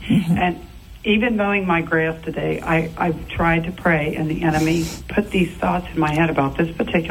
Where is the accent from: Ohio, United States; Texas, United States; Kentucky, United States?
Kentucky, United States; Walton; I'm from Walton, Kentucky.